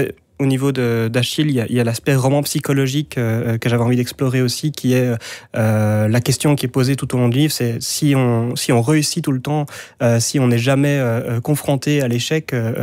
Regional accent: Belgium; en tant que Belges

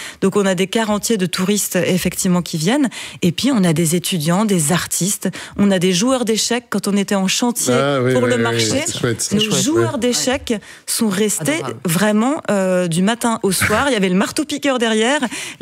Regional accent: France; accent: French; moved away as an adult; now in Brussels, Belgium; mon accent français.

